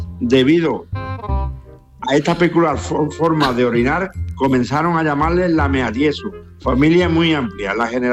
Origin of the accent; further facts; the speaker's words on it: Lebrija, Andalusia, Spain; de toda la vida. Yo nací aquí